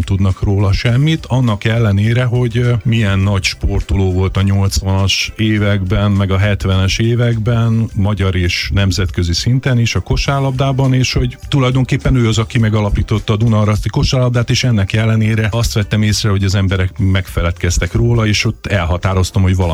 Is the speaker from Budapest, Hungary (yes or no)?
yes; Budapest, Hungary; Én egy csepeli átlagos családból származom